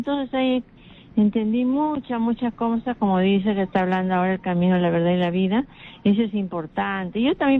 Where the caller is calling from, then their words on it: Barranco, Lima, Peru; yo llamo de Barranco, soy franciscana, de la orden franciscana seglar.